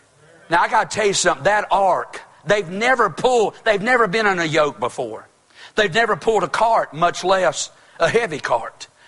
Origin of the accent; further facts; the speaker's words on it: Toast, North Carolina, United States; now in Tobaccoville, United States; I'm from North Carolina. I'm from Toast, North Carolina. Surrey County, North Carolina. I live in a place called Tobaccoville. You ever heard of Tobaccoville? I live in a place by the name of Tobaccoville, North Carolina. I was born and raised in Toast, North Carolina.